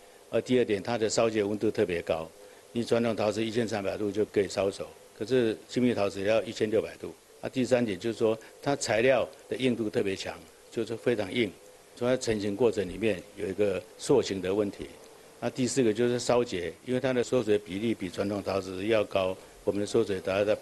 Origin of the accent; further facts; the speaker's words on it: Taiwan; 因为我来自台湾，那希望在产品上面能够体现我们这个台商的一个正式的想法